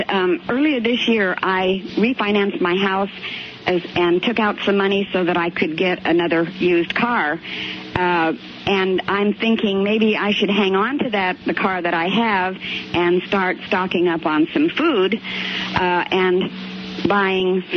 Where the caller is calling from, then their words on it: Modesto, California, United States; I'm calling you from the San Joaquin Valley, Modesto, California.